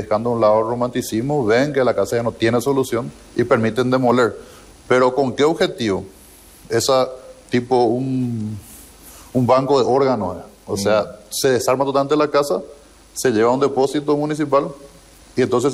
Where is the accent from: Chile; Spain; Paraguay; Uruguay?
Paraguay; a mí como paraguayo